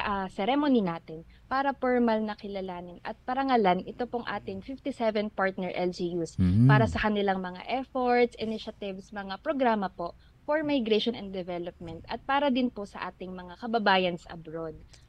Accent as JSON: {"language": "Tagalog", "region": "Calabarzon", "country": "Philippines", "said": "Ako po, taga Batangas po ako, Sir."}